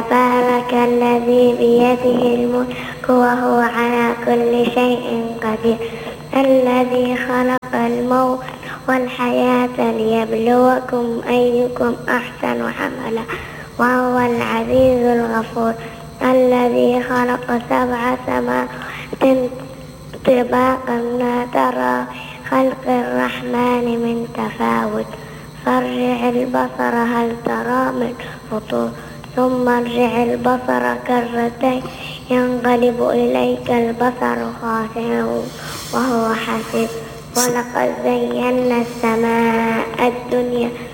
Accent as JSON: {"language": "Arabic", "town": "Seiyun", "region": "Hadhramaut", "country": "Yemen", "said": "من سيئون."}